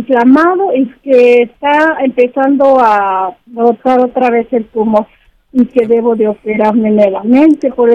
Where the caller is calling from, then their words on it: San Luis Potosí, Mexico; le hablo de San Luis Potosí.